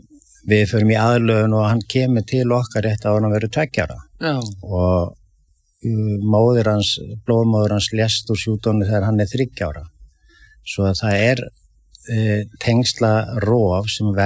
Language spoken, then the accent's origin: Icelandic; Reykjavík, Capital Region, Iceland; also born or lived in Hverfisgata, downtown Reykjavík; Sko, ég elst upp í Álftamýrinni og síðan flytjum við nýr í miðbæ þegar ég er 11 ára